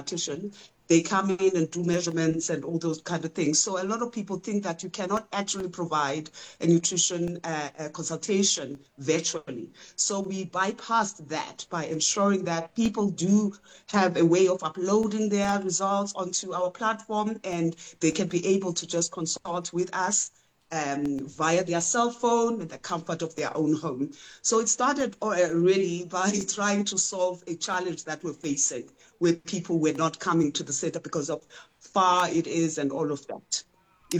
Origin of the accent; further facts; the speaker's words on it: Eastern Cape, South Africa; like for example, myself, I'm Xhosa from the Eastern Cape. Umngqusho is part of what I eat.